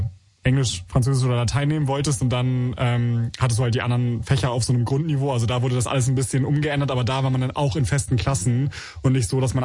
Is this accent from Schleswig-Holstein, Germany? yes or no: yes; Schleswig-Holstein, Germany; weil ich bin ja in Schleswig-Holstein zur Schule gegangen